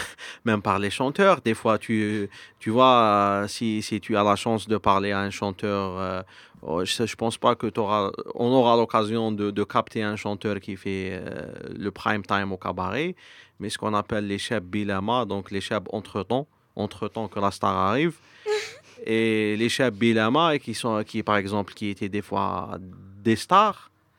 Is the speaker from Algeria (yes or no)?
yes; Algiers, Algiers Province, Algeria; J'ai grandi à Alger, je suis né à Alger, et on n'écoute pas Rai à la maison.